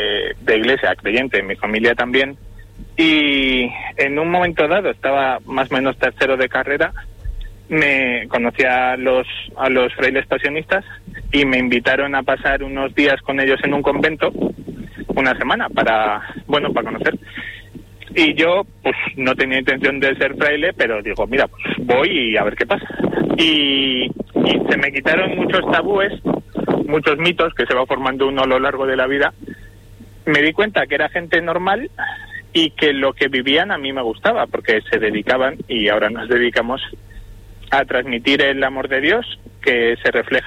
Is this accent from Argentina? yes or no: no; Barakaldo, Basque Country, Spain; born there; now in Vitoria, Spain; soy del País Vasco, nacido Baracaldo, pero he vivido muchos años por aquí.